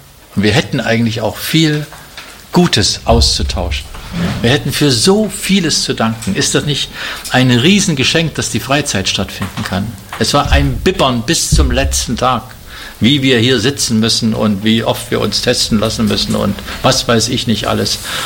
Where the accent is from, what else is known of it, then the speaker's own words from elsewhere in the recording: Jena, Thuringia, Germany; Ich fahre ab und zu die A4, komme an meiner alten Heimatstadt vorbei, Jena.